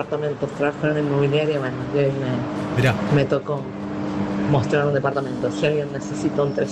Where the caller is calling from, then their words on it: Buenos Aires, Argentina; de Caballito.